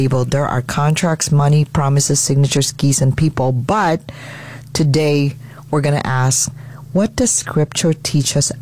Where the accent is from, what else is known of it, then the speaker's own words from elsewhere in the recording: Philippines; first language Tagalog; English is a second language; now in United States; I'm Filipino. I'm born and raised in the Philippines, came to this country in 1978, and Tagalog happens to be my native language.